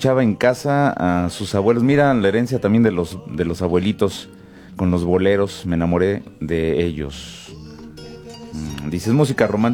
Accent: Cuba; now in Hialeah, United States; Saludos para todos desde Hialeah. Les diré que hay muchos boleros de mi tierra, que es de Cuba.

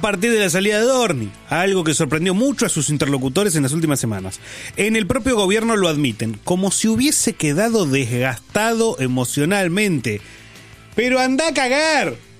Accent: La Matanza, Buenos Aires Province, Argentina; now in Boulogne, Argentina; Sí, claro. Tengo tatuado el mapa de la Matanza.

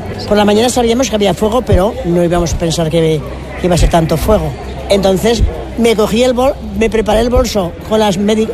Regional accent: Luesia, Aragon, Spain; Sí, he pasado aquí la noche y soy de Luesia. No vivo en Luesia, solo vivo ahí en el verano.

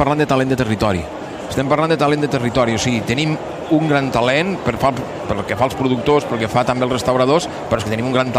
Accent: Lleida, Catalonia, Spain; soc un lleidatà com toca, diguéssim.

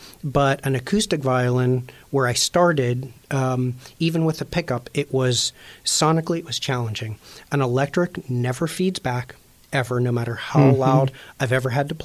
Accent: Pittsburgh, Pennsylvania, United States; I grew up in Greenfield.

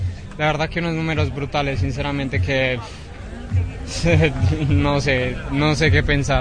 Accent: France; Portuguese is a second language; Sou francês, mas tem uma mulher portuguesa.

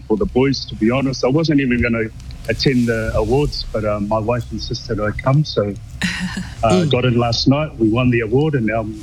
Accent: Samoa; also born or lived in Christchurch, New Zealand; I'm from Samoa, and I grew up in Christchurch, but spent most of my life in Samoa.

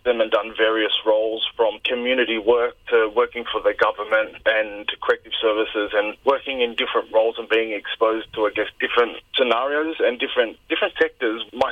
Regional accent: Sydney, New South Wales, Australia; I grew up in Redfern in the early 90s. I was the youngest of 3 boys.

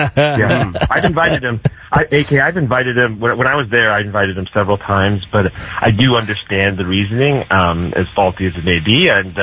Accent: Toronto, Ontario, Canada; just because they're Canada's team, and I'm originally from Toronto, and I like to see the development of baseball in Canada through them.

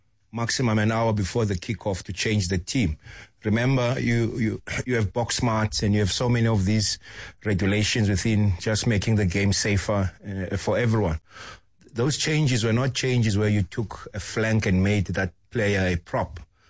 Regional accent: South Africa

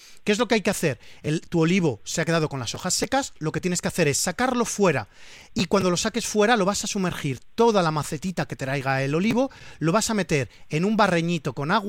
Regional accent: Valencian Community, Spain

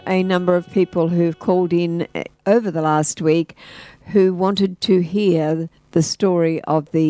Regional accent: New South Wales, Australia; I come from the Northern Rivers of New South Wales, and down there when we're on the dairy farm

